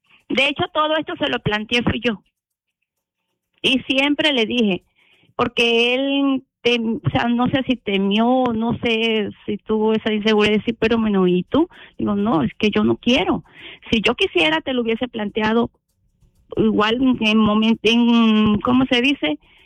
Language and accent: Spanish; Venezuela; Venezuela.